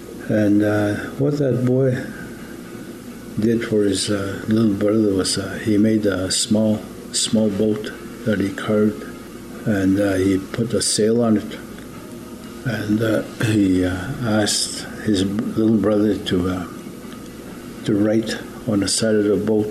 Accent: Norway House, Manitoba, Canada; I'm a Cree from Norway House. I attended Cross Lake Residential School, Catholic school, in 1953

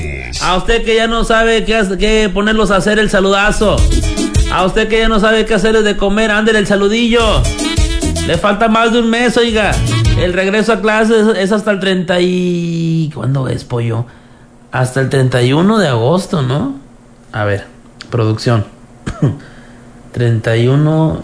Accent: Zaragoza, Coahuila, Mexico; Allá en mi natal Zaragoza, allá en las tierras del alcalde Belio Vara

